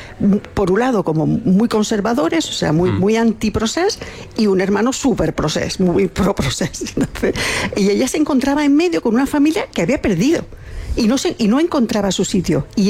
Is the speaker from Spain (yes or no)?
yes; Ceuta, Spain; Mira, yo vengo de Ceuta.